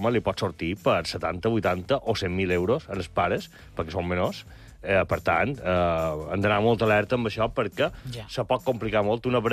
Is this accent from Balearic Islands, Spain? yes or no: yes; Inca, Balearic Islands, Spain; born there; Jo soc nascut a Inca